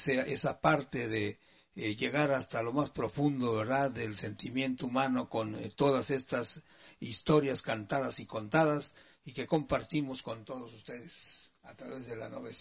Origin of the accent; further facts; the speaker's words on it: Mexico; born there; qué bonita es mi tierra, ese sentido de pertenencia, ese orgullo que nos da haber nacido en suelo mexicano